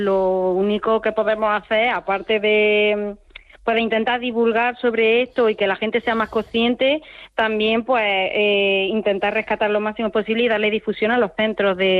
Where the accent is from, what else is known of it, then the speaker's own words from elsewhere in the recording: Villacarrillo, Andalusia, Spain; Pero sí es verdad que, por ejemplo, cuando voy de visita a mi pueblo, en Villacarrillo, allí en Jaén